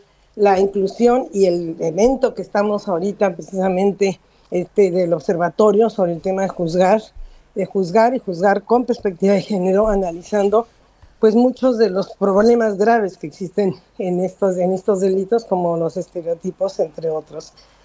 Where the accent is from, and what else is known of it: Mexico